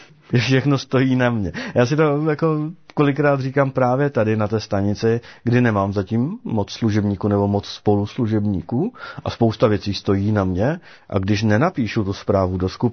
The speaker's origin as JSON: {"language": "Czech", "town": "Bruntál", "region": "Moravian-Silesian Region", "country": "Czechia", "said": "když ke mně přijde můj člen z Bruntálu a mluví se mnou, jak bych tak u nás na Bruntálsku řekli, na férovku, a bez obalu"}